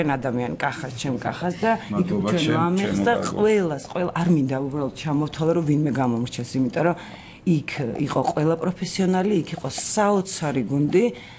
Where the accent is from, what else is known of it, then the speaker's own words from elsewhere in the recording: Guria, Georgia; მეც გურული ვარ